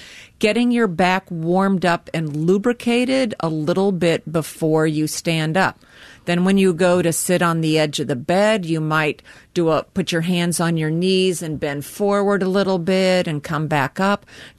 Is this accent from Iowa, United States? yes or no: yes; Carroll, Iowa, United States; We're from Carroll.